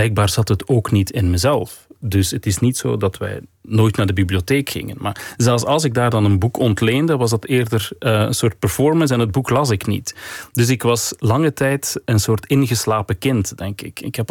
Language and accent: Dutch; Waregem, Flanders, Belgium; moved away; En dan dacht ik van oké, we zijn weg uit Waregem. Het is oké. Het leven is begonnen.